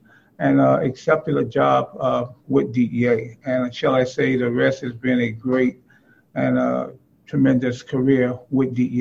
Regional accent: Port Arthur, Texas, United States; moved away; I'm originally from Port Arthur, Texas, which is more or less oil refinery area.

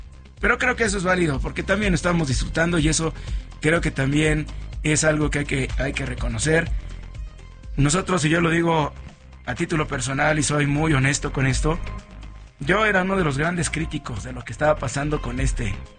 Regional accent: Mexico; no somos los mexicanos los únicos que nos desbordamos a la calle en otros países, ¿no?

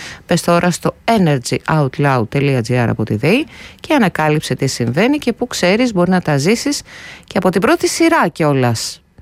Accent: Central Macedonia, Greece; moved away; όποτε βρίσκομαι στην πατρίδα μου πάνω, στη Χαλκιδική

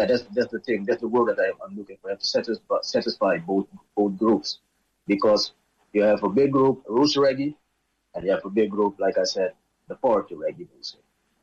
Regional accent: Suriname; I realize that I'm from Suriname, because Suriname is also a yacht

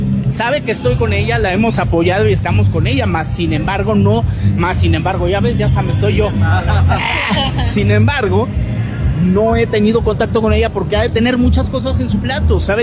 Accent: Mexico; habla de un amor que tenemos por nuestro país y como mexicanos

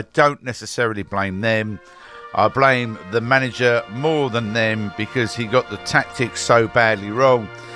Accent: England, United Kingdom; I am proud to be an Englishman.

